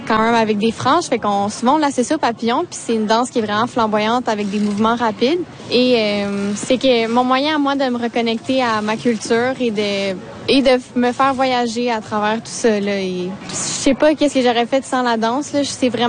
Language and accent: French; Cacouna, Quebec, Canada; Moi, je suis Wolastoogoo de Kakuna, fait que j'ai de la première nation Wolastoogoo Kwasibegook.